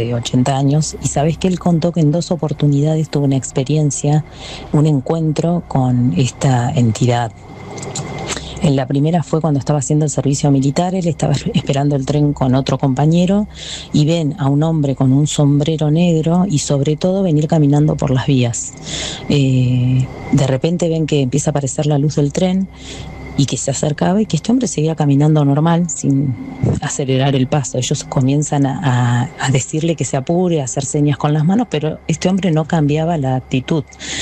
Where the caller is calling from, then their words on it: Hurlingham, Buenos Aires Province, Argentina; de Hurlingham